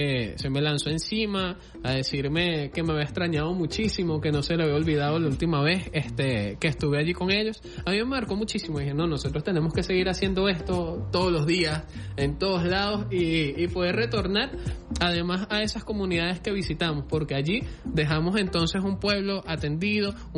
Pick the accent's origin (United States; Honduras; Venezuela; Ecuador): Venezuela; nosotros de repente como venezolanos, como hombres, como padres, chamo, debemos ser responsables.